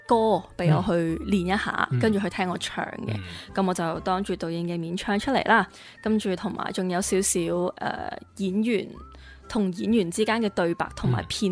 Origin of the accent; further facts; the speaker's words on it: Macau; 但是都是澳门人嘛，我也是澳门人